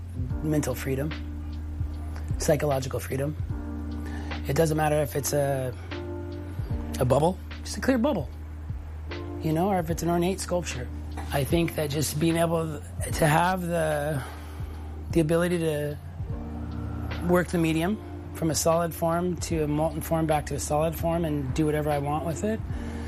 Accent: Salem, Oregon, United States; born there; also born or lived in Compton, California; now in Venice Beach, United States; I grew up in Compton only in the summertime, and when I was like the month before one, we moved to Oregon, Salem, Oregon.

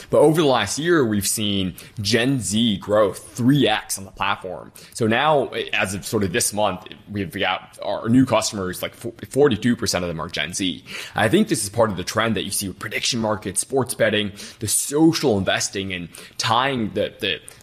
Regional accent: Detroit, Michigan, United States; So, born and raised in Detroit, my parents are immigrants. We didn't have a lot of money growing up.

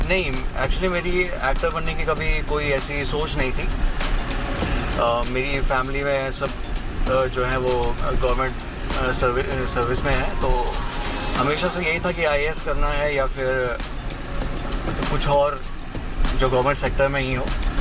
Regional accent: Jammu and Kashmir, India; moved away as an adult; now in Mumbai, India; So basically मैं जम्मू कश्मीर से हूँ और मैं मुंबई 5 साल पहले आया हूँ।

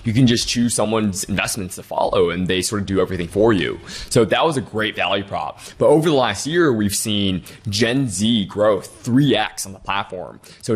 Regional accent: Detroit, Michigan, United States; born or raised there

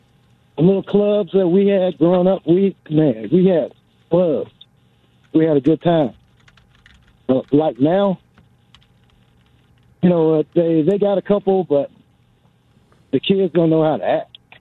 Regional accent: Mississippi, United States; Hey, I grew up in Mississippi, so I can tell you.

